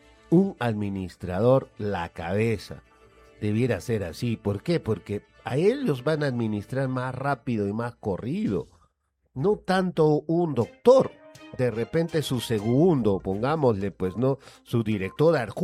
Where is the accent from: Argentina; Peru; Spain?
Peru; como somos peruanos, estamos muy sometidos.